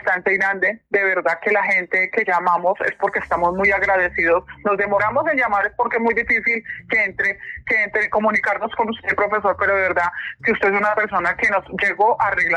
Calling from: Puerto Nare, Antioquia, Colombia; Yo estoy llamando aquí de Puerto Nari, Antioquia.

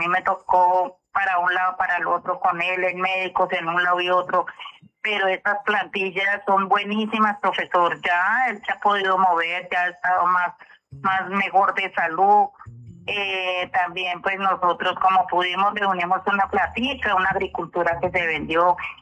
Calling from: Casabianca, Tolima, Colombia; Habla con … acá de Casabianca, Tolima.

